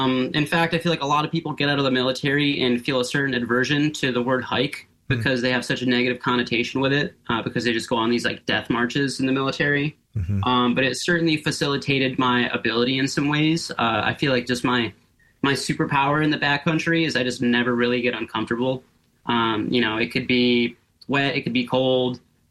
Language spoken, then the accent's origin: English; Alaska, United States; To give some context, I was born in Alaska. I'm from Alaska. But my family moved around a lot.